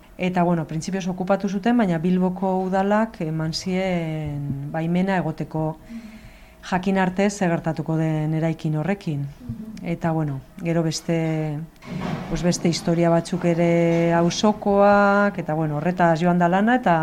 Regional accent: Basque Country, Spain; born there; Ni pentsatzen nuen Nafarrogora aurkezturitzena, baina ez, Bizkaikoa irabazi nuen, Bizkaian jaioa naiz eta.

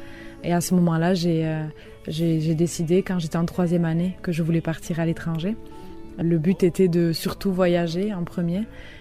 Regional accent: Nouvelle-Aquitaine, France; moved away as an adult; j'ai 26 ans, je viens du Rugne, en Iparaldé, et je suis partie au Québec en 2006, donc quand j'avais 21 ans

